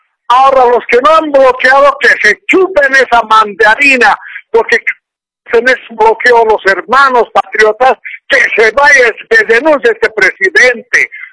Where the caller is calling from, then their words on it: La Paz, Bolivia; Hola, buenos días … de La Paz.